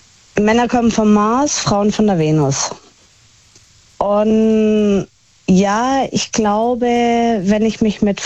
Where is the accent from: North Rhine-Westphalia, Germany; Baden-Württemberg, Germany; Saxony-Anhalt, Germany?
Baden-Württemberg, Germany